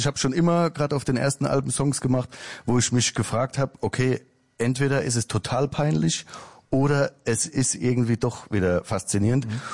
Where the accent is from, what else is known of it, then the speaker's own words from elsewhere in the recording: Kurpfalz, Germany; accent: Kurpfälzisch; now in Mannheim, Germany; Ja, also ich glaube, es ist pfälzisch, aber die Pfalz da ist groß irgendwie, da streiten sich auch wieder alle. Und aber ich komme jetzt speziell aus der Kurpfalz.